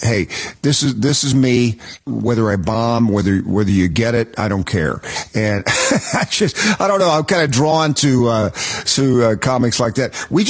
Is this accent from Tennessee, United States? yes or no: yes; Knoxville, Tennessee, United States; she is actually lives in my hometown of Knoxville, Tennessee.